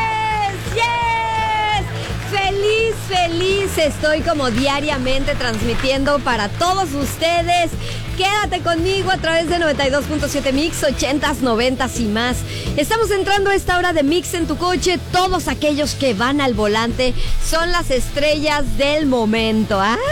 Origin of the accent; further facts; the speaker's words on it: Mexico; ¿Cuáles son, como mexicanos, nuestras mejores excusas para no pagar?